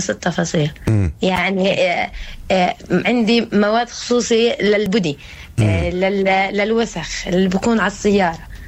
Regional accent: Palestine

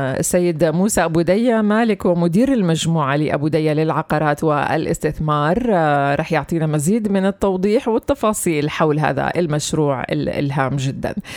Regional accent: Palestine; احنا كفلسطينيين

